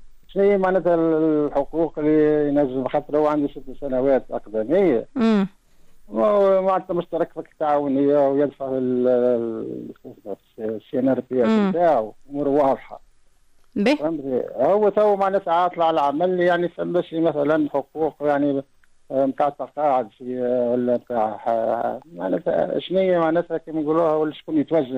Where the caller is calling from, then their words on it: Tunisia; من زندوب.